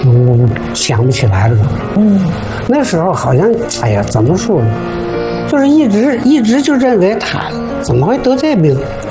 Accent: Tianjin, China; 我住在塘沽，土生土长的塘沽人，海边上长大。

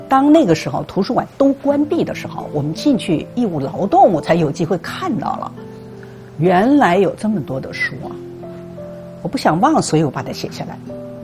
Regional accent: China; 我们中国人

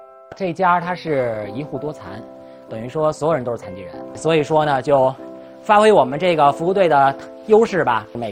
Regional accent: Beijing, China; 我从小就在什刹这块土地长大的，36年了，这块土地养育了我呀

